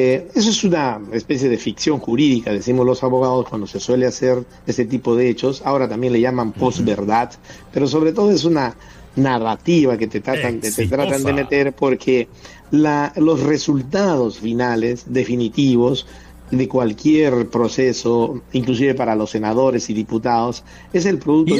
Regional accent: Peru

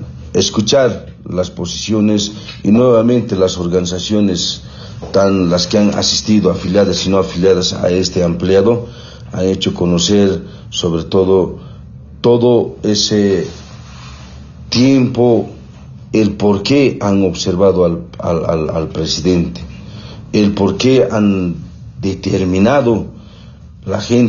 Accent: Bolivia

